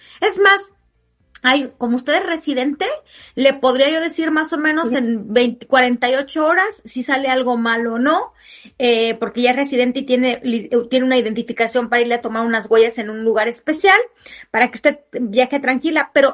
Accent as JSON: {"language": "Spanish", "country": "Mexico", "said": "Como buena mamá mexicana"}